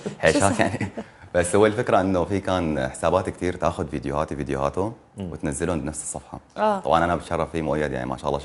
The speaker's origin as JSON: {"language": "Arabic", "country": "Syria", "also_born_or_lived": "Egypt", "moved": "yes", "lives_now": "Germany", "said": "بس هو صفد يعني هي مدينتنا بفلسطين الأصل. أنا سوري فلسطين الأصل الحمد لله."}